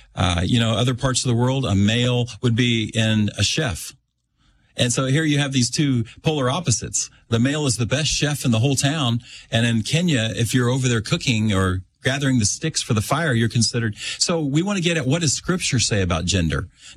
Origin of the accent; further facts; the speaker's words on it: Kansas, United States; and I'm from Kansas. I grew up in Kansas.